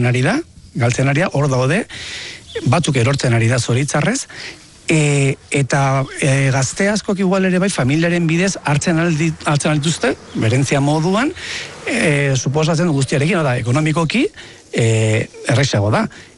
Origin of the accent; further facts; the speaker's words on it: Zubieta, Navarre, Spain; despopulazioen arazo larri bada gure herrian